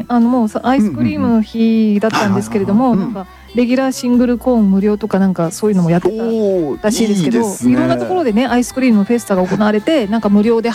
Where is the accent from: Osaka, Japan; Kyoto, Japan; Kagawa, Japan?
Kagawa, Japan; 実は私地元の香川県にいる頃にですね、サーティワンで、うん、バイトしてたことがあるんですけど、